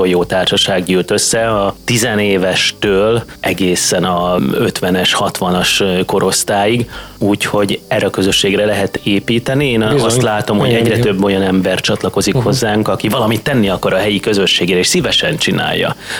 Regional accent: Cegléd, Pest, Hungary; hiszen én ceglédi vagyok.

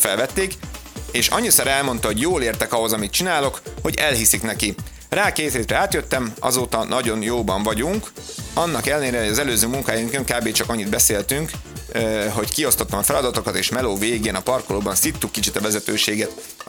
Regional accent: Abony, Pest, Hungary; az öcsémnek a felesége is abonyi, mi is abonyi család vagyunk

